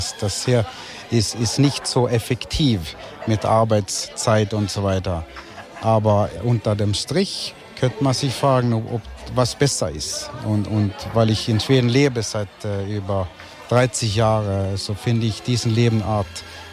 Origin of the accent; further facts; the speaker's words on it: Bergen, Vestland, Norway; German is a second language; now in Germany; Bergen, auf der Westküste. Also wenn ich hergekommen ist seit 2010, dann habe ich ein Gefühl gehabt, dass ich zu Hause war.